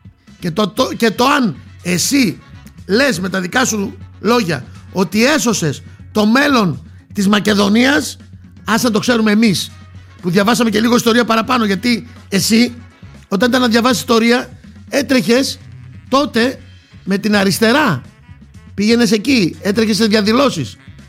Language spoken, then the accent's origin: Greek; Greece; εμείς σαν Έλληνες